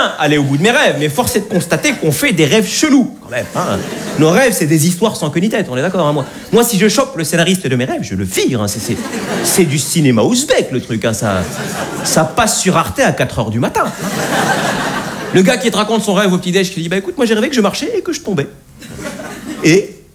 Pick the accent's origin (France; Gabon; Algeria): France; Il est français, je suis français. Il mesure 1m72, je mesure 1m72.